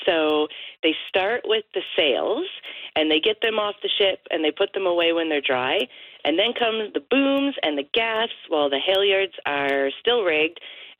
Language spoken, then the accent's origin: English; Lunenburg, Nova Scotia, Canada; I think that we're all from Lunenburg or the surrounding area